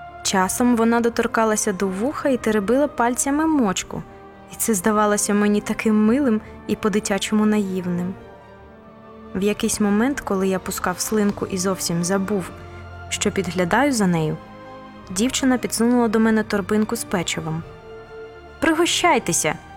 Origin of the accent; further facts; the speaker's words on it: Khmelnytskyi Oblast, Ukraine; Подейкували навіть, що колись на місці моєї малої батьківщини було Сарматське море, а Товтри – то взагалі кораловий риф.